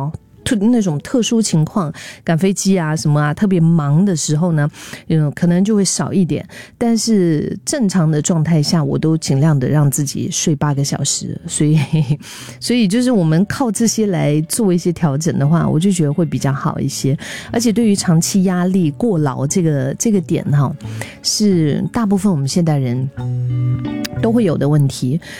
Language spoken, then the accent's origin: Chinese; Singapore